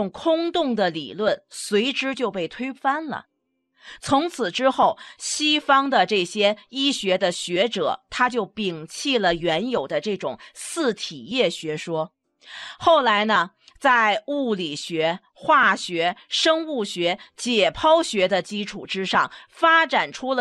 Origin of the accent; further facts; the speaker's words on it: China; 我们中国人怎么了？中国人差哪儿了？我们中国不但能够研究，还能比你们研究的更好，效果更强大。